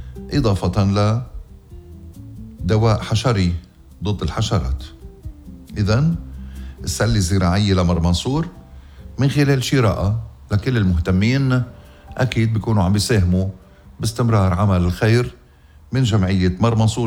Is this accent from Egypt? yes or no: no; Ghazir, Mount Lebanon, Lebanon; ضيعتي الحلوة غزير